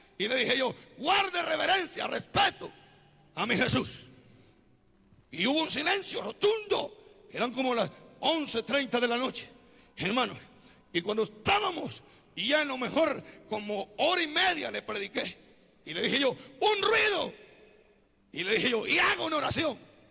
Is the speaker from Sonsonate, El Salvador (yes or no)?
yes; Izalco, Sonsonate, El Salvador; yo vengo de Izalco.